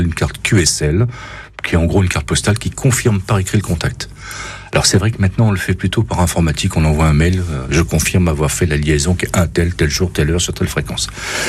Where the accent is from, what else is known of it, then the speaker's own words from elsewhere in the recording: Hauts-de-France, France; moved away; j'ai appris l'allemand avec les radioamateurs allemands. De même que j'ai appris beaucoup l'anglais avec les anglais, puisque je suis originaire du Pas-de-Calais. Les anglais étaient en face de chez moi.